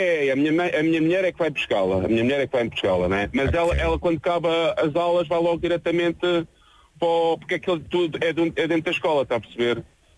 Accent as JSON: {"language": "Portuguese", "town": "Odivelas", "region": "Lisbon", "country": "Portugal", "said": "Eu pertenço de Odivelas. Eu sou de Odivelas."}